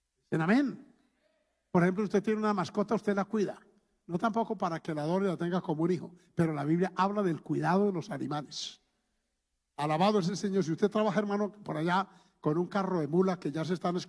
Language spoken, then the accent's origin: Spanish; Antioquia, Colombia; yo soy de origen paisa y en Antioquia se usa mucho el mi Diosito bendito.